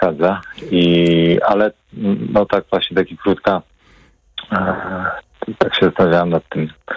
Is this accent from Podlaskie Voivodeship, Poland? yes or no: yes; Podlaskie Voivodeship, Poland; Znaczy tak, ja ogólnie pochodzę z Podlasia i tam właśnie małe rzeczki są zalewane